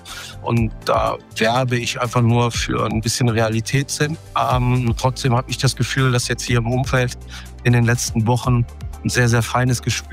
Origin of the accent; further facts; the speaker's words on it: Aachen, North Rhine-Westphalia, Germany; Ich bin gebürtig aus dem Rheinland in Aachen.